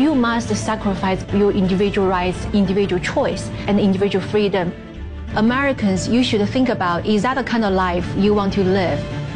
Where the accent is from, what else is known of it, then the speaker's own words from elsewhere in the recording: China; now in United States; When I was growing up in China, under socialism, I was always hungry. Everything was on ration.